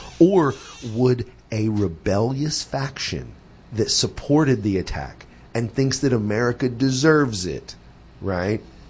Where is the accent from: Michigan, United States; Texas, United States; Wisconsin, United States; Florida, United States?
Texas, United States; Houston; I felt, and I was growing up in Houston at the time, or actually was going to University of Houston at the time. So it's like, I was in a big city